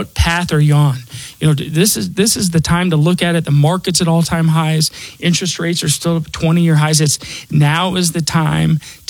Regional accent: Denver, Colorado, United States; I was born and raised here in Denver, and I've seen this city, this town, this state just blow up.

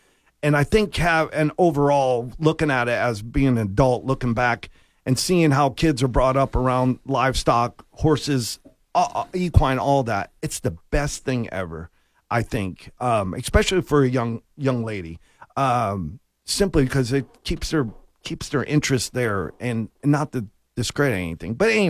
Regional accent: Florida, United States; born or raised there

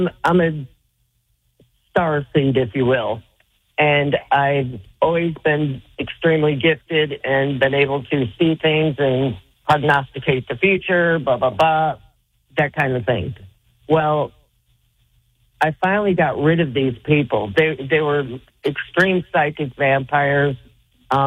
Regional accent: the South, United States; Where I live, I'm from the South, and I didn't realize where I moved to that there was a lot of people who practice voodoo

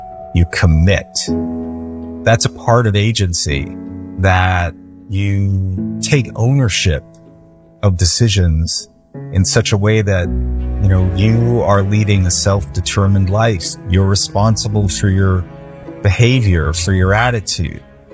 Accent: London, United Kingdom; born there; That's why I was born in London, because it was a dream.

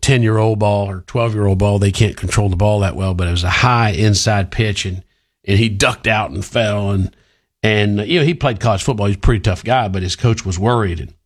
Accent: Texas, United States; me as a Texan

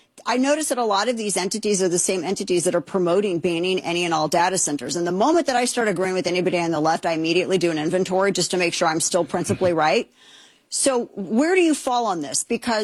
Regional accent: Festus, Missouri, United States; This happened in my hometown of Festus, Missouri.

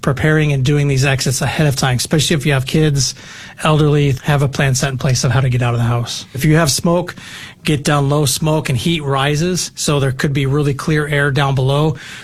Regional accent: Arizona, United States; So I'm from here. I'm a native from Arizona.

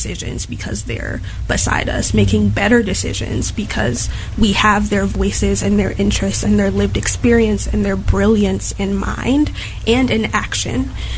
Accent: Chicago, Illinois, United States; being a Chicago youth at one point, right? I grew up in Chicago, born and raised.

